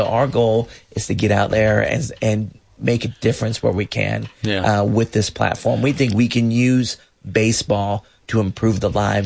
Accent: Orlando, Florida, United States; You know, Orlando has a great, you know, we're all from Orlando. We all grew up here. Still feels small to us.

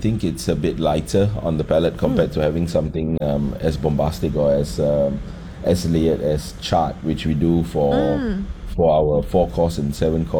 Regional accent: Singapore; As a Singaporean and a Punjabi, I've grown up with multiple food cultures existing together quite naturally.

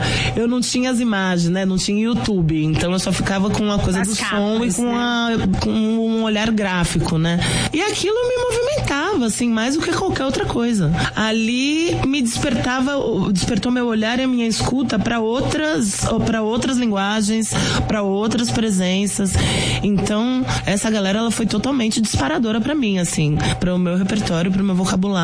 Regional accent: São Lourenço, Minas Gerais, Brazil; Mas na infância, como eu cresci em São Lourenço, eu cresci em Minas.

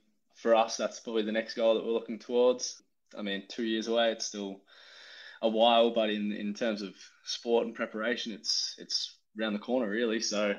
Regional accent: Bendigo, Victoria, Australia; so my journey's I'm originally from Bendigo, Victoria.

